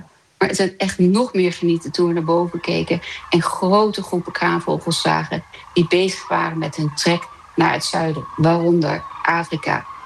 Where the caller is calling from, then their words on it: Alfas del Pi, Valencian Community, Spain; vanuit Alfas del Pi, Spanje.